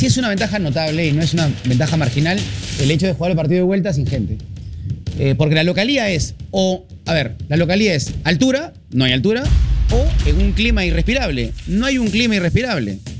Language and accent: Spanish; Peru; No hay favorito porque somos peruanos.